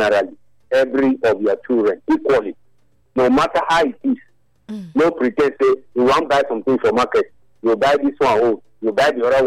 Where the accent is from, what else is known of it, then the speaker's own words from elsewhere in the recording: South Africa; now in Nigeria; I'm from South Africa.